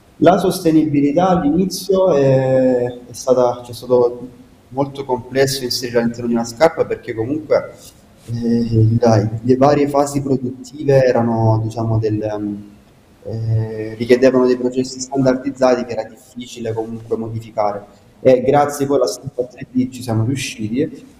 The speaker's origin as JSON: {"language": "Italian", "town": "Casarano", "region": "Apulia", "country": "Italy", "tie": "born or raised there", "said": "nonostante sia io e Marco siamo nati e cresciuti a Caserano"}